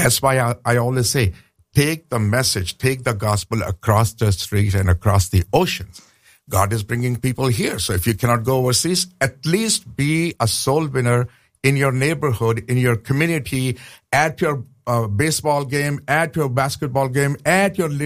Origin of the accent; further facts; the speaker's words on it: Pakistan; I said, I'm a Christian from Pakistan.